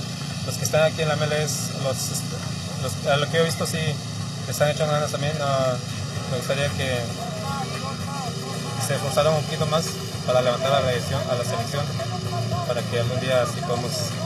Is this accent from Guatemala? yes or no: yes; Guatemala; now in United States; Soy de Guatemala.